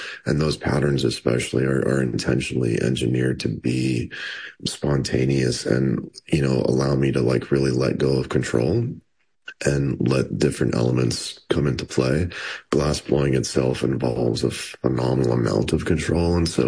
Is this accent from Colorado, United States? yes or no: yes; Denver, Colorado, United States; now in Hastings, United States; As you said, I grew up in Denver. And honestly, was needing to get out of Denver.